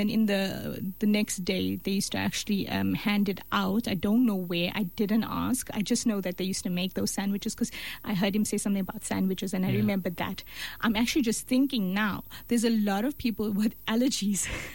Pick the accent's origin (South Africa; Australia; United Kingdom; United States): South Africa; Durban, KwaZulu-Natal; I was born in Durban and schooled in university in Durban